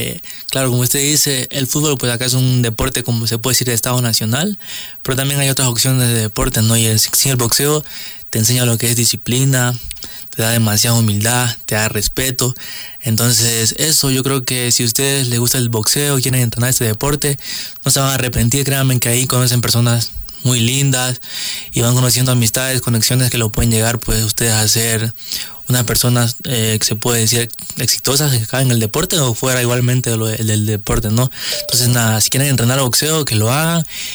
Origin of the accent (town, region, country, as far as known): Ecuador